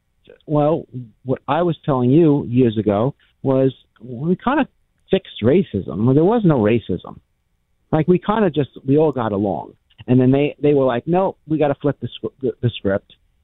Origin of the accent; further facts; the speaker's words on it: New York, United States; but I come from New York.